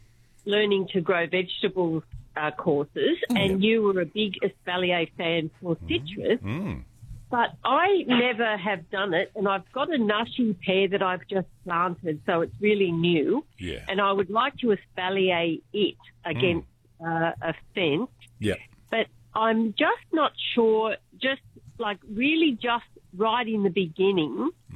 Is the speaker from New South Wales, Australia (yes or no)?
yes; Stoker Siding, New South Wales, Australia; I'm also from Stoker Siding.